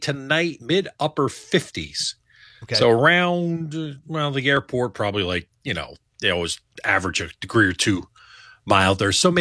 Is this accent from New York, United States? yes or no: yes; Hudson Valley, New York, United States; moved away; back in my old neck of the woods up in the Hudson Valley, New York State, up near Albany.